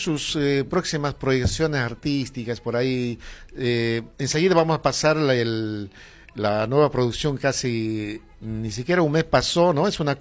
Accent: Cochabamba, Bolivia; born there; now in abroad; yo, mi adolescencia estuve en Cochabamba

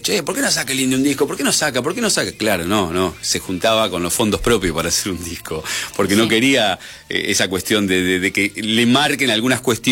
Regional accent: Argentina

